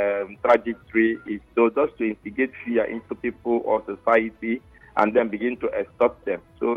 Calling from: Nigeria; I am a Nigerian

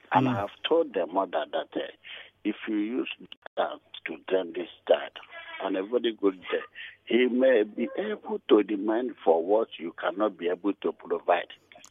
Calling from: Aba, Abia, Nigeria; I'm calling you from Abba.

